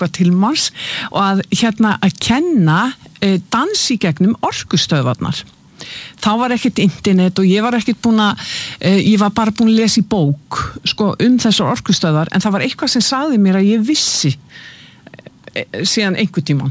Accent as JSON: {"language": "Icelandic", "town": "Keflavík", "region": "Southern Peninsula", "country": "Iceland", "tie": "born or raised there", "said": "Ég fætt 1961 þannig að þegar ég að alast upp og sem unglingur og þegar við vorum krakkar ég fætt og uppalinn í Keflavík í Bíklabænum"}